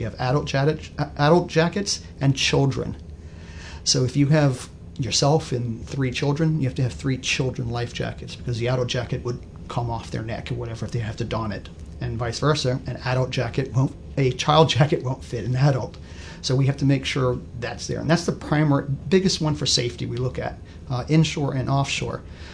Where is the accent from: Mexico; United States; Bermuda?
Bermuda; Growing up in Bermuda, water is a big part of your life.